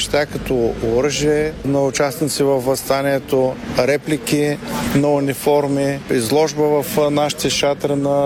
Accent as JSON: {"language": "Bulgarian", "town": "Shumen", "region": "Shumen Province", "country": "Bulgaria", "said": "И като шуменци сме длъжни да отдадем почет на Панайот Волов."}